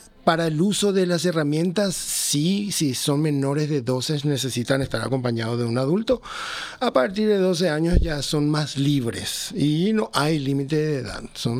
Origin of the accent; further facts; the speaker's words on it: Paraguay; also born or lived in United States; yo personalmente vengo de Paraguay, pero viví mucho tiempo también en Estados Unidos